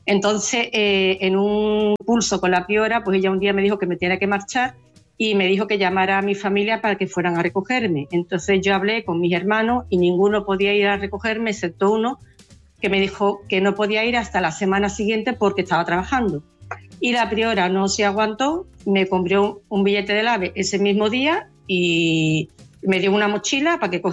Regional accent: Seville, Andalusia, Spain; moved away; yo soy de Sevilla.

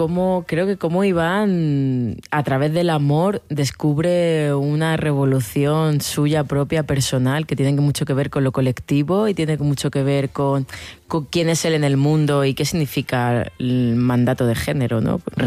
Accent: Morocco; Soy hispano-marroquín y marroquín. Soy hispano-marroquín, transcultural

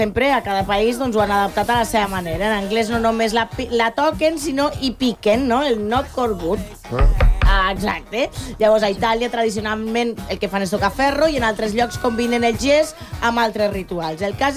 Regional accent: Lleida, Catalonia, Spain

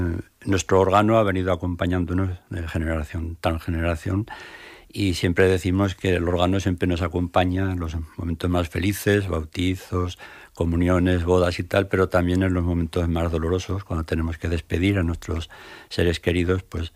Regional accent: Magallón, Aragon, Spain

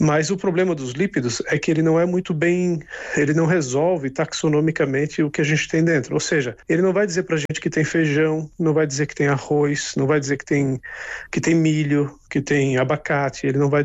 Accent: Florianópolis, Santa Catarina, Brazil; now in Barcelona, Spain; Eu sou do litoral, eu sou de Florianópolis

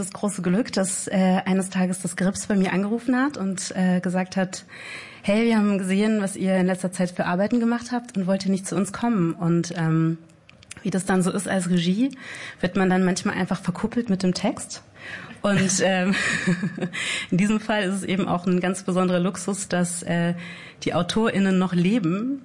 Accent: Southern Germany, Germany; moved away; ich komme aus Süddeutschland.

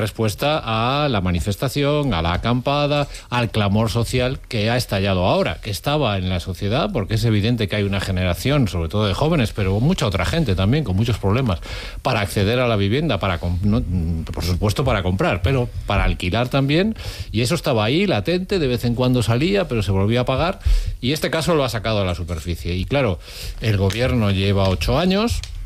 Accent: Vigo, Galicia, Spain; soy de Vigo.

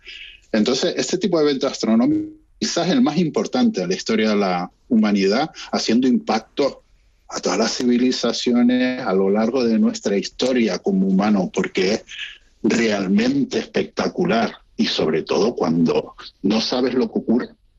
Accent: Canary Islands, Spain; accent: Canarian; now in Norway; Bueno, verán en mi tono que soy canario, pues soy un canario uh-huh. emigrado al polo desde hace, pues llevo aquí desde 11 años.

